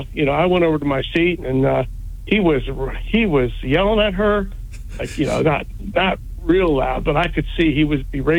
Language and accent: English; New Jersey, United States; I said, I'm from Jersey.